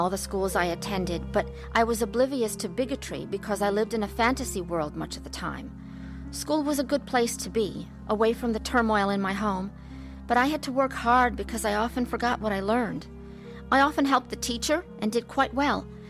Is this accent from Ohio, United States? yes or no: no; Chicago, Illinois, United States; I was born into an Orthodox Jewish family. My grandparents were Russian, but my parents were born and raised in Chicago, as were my brothers and sister and I.